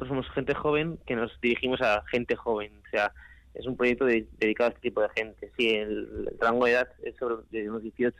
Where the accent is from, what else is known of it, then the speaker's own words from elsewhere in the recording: Samaniego, Basque Country, Spain; Sí, yo soy de Samaniego